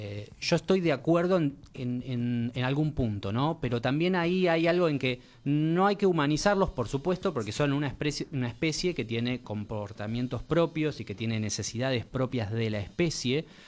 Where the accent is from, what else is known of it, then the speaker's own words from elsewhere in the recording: Mar del Plata, Buenos Aires Province, Argentina; moved away as an adult; now in Buenos Aires, Argentina; Me crié en Mar del Plata, pero nacido y casi... No, criado no. Nacido acá en Buenos Aires.